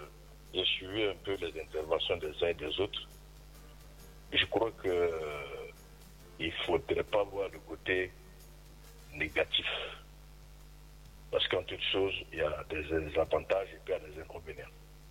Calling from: Abidjan, Côte d’Ivoire; Je appelle de Yopougon.

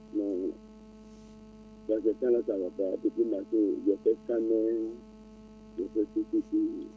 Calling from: Abidjan, Côte d’Ivoire; Je suis à Gesco.

